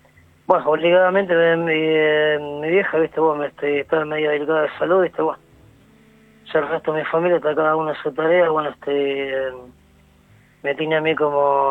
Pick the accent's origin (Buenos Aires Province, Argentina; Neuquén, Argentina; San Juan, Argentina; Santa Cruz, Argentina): Buenos Aires Province, Argentina; La Tablada; Bien, de... Tablada.